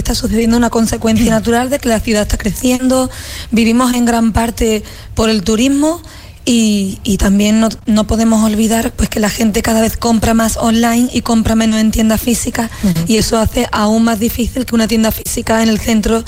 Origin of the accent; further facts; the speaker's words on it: Málaga, Andalusia, Spain; Yo soy malagueña de aquí toda la vida